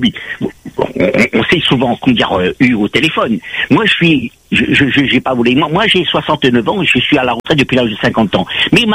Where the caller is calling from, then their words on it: Réunion; moi je vis à La Réunion, je vis en France, je vis à La Réunion